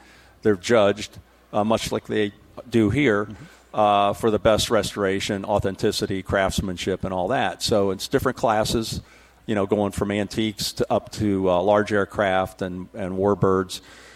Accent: Ohio, United States

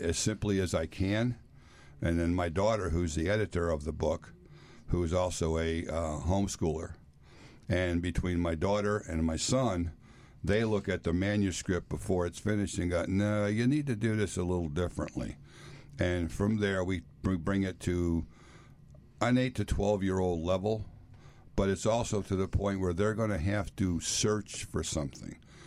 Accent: Danbury, Connecticut, United States; the airport that I grew up at in Danbury, Connecticut.

